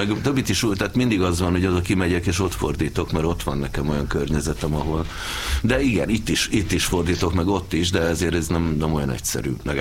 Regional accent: Hungary

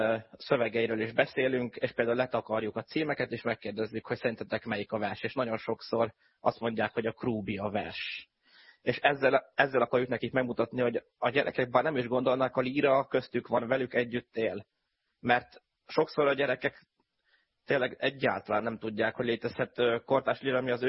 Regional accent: Tolna, Hungary; moved away; de akár mint közel szekszárdiként, vagy szekszárdhoz közel ilyen élő emberként

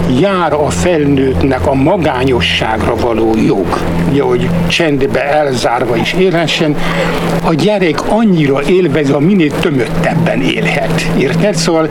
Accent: Felsőrácegres, Tolna, Hungary; Minden falutól messze eső puszta az, ahol én születtem. Rácseg, Felső Rácseg, ez a Simontornya és Sárszentlőrinc között. Ott volt az apám urodalmi főgépész.

